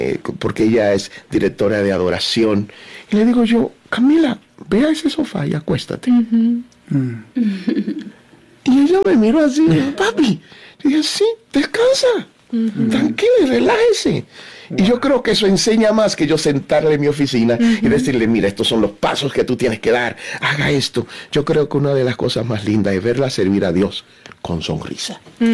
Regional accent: Dominican Republic; yo soy de una isla, yo soy dominicano.

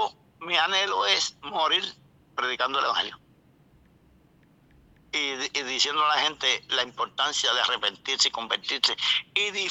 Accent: Puerto Rico; yo soy banilejo, no tengo papeles, soy puertorriqueño, pero me identifico con todos ustedes ahí.

